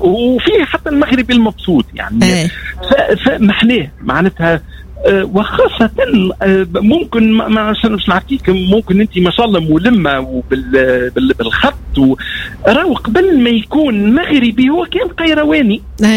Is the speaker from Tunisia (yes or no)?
yes; Kairouan, Kairouan Governorate, Tunisia; ترويج لمدينتي مدينة القيروان، مدينة الجنوب.